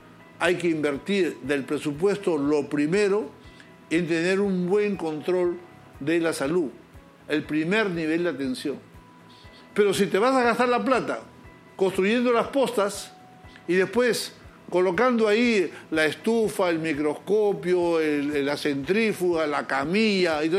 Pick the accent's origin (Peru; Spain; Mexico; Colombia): Peru; como peruano y como médico